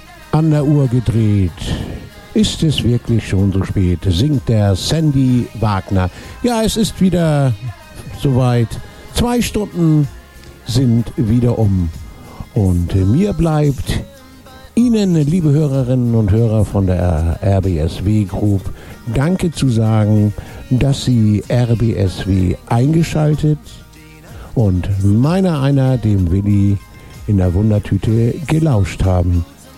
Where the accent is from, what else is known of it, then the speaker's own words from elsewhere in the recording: Hamburg, Germany; denn ich komme ja aus Hamburg und in Hamburg sagt man Tschüss